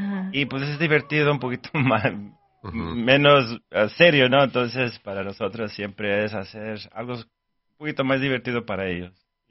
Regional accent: Nayarit, Mexico; Yo soy de México.

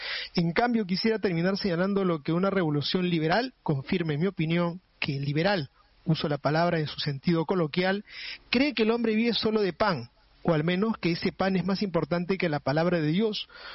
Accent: Archbald, Pennsylvania, United States; nacido en mi ciudad natal, Archbald, Pensilvania.

